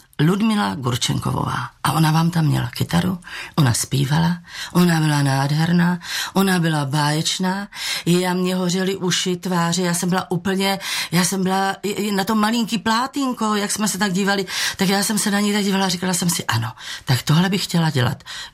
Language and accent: Czech; Brno, South Moravian Region, Czechia; born there; narodila jsem se v posteli v Brně